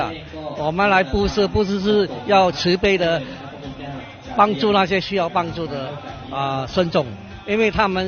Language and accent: Chinese; Singapore; 我是从新加坡来的。